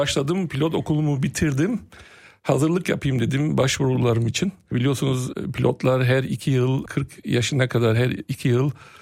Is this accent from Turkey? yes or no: no; Nuremberg, Bavaria, Germany; moved away as an adult; also born or lived in Munich / Düsseldorf / Berlin; now in Cologne, Germany; Benim büyük bir abim var, 76'da o doğmuş, 78'de de ben doğdum. Klasik bir işçi ailesinin oğlu olarak dünyaya geldim ve büyüdüm Nürnberg'de.